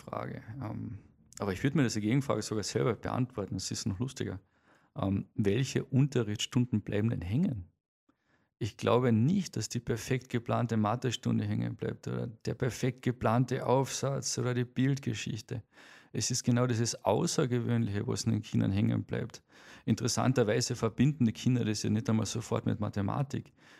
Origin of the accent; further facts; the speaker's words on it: Carinthia, Austria; born there; also born or lived in Villach / Faaker See; Wir sind in der Zwischenzeit zu unserem Bauernhof ins Geiltal heimgezogen. Das war die beste Kindheit meines Lebens, war der Bauernhof. Und dann hat mein Vater nochmal ein Haus gebaut in Wernberg und da haben wir noch eine restliche Jugend verbracht.